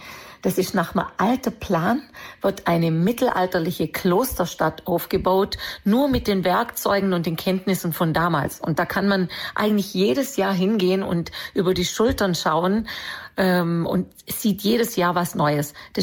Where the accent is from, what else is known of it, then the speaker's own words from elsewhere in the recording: Meßkirch, Baden-Württemberg, Germany; Mein Lieblingsort in Deutschland ist tatsächlich meine Heimat Meßkirch. Es nennt sich Stadt, aber es hat einen sehr, sehr dörflichen Charakter.